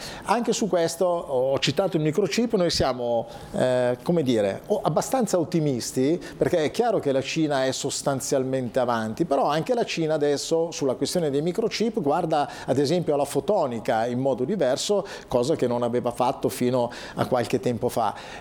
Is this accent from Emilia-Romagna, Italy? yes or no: no; Como, Lombardy, Italy; Io vengo da Como, dove c'è un brand molto affermato che è Lake Como.